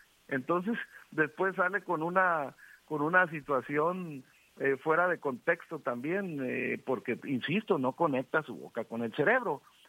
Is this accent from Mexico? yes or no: yes; Guasave, Sinaloa, Mexico; yo soy de Guasave, yo me interesa mucho lo que sucede en mi municipio